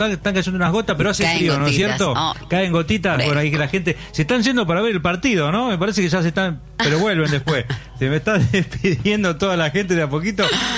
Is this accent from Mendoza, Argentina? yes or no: no; Haedo, Buenos Aires Province, Argentina; Yo soy de la zona de Aedo, mis viejos son de Castellano